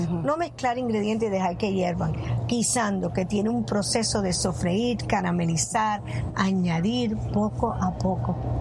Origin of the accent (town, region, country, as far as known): Puerto Rico; also born or lived in Boston